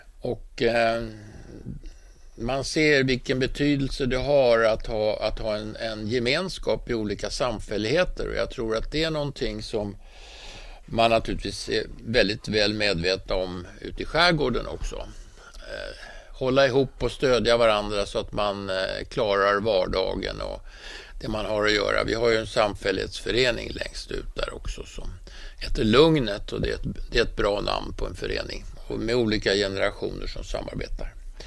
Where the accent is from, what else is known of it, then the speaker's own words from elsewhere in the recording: Stockholm, Stockholm County, Sweden; also born or lived in Tyresö; Men jag är uppväxt på Kungsholmen, där han ju bodde tillsammans med sin pappa och så. Och jag har gått i Kungsholms gymnasium. Jag har också bott i kollektivhuset på John Erikssonsgatan 6